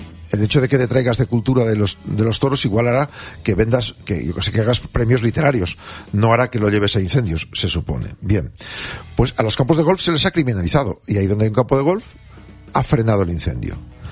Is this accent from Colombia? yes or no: no; Neila, Castile and León, Spain; moved away; Con los pinos de mi pueblo en Neila